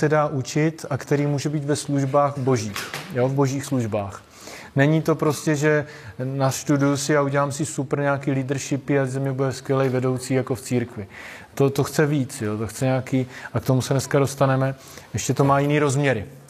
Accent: Brno, South Moravian Region, Czechia; Jsem původně z Brna

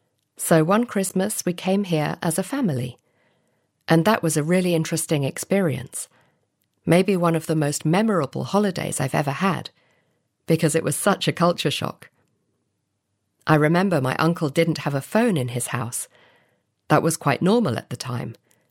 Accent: England, United Kingdom; Well, I grew up in Britain, in the south of England.

